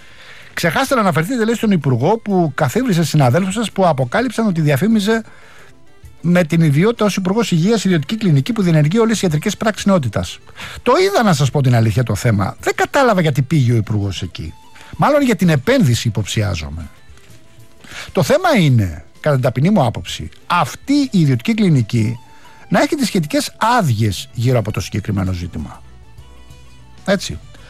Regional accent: Rafina, Attica, Greece; Ω, από την πατρίδα μου βλέπω. Τη Ραφίνα με το ροδαλό χρωματισμό της ατμόσφαιρας πίσω από τα βουνά της Εύβοιας.

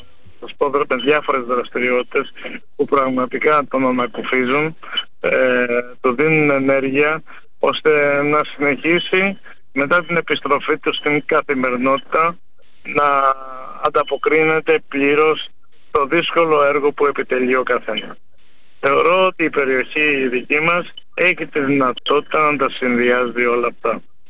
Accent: Finikounda, Peloponnese, Greece; στο χωριό μου στη Φοινικούντα

